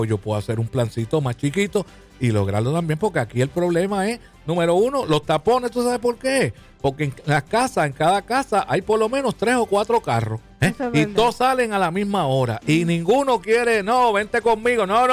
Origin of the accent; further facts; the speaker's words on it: Río Grande, Puerto Rico; also born or lived in Fajardo; pues yo soy de Río Grande, nací en Fajardo y he vivido en diferentes sitios del área este de Puerto Rico